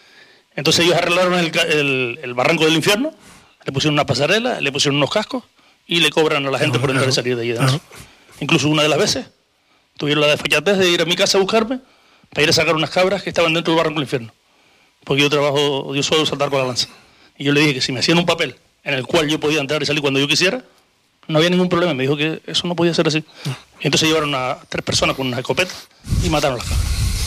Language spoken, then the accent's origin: Spanish; Canary Islands, Spain; vengo del sur de Tenerife.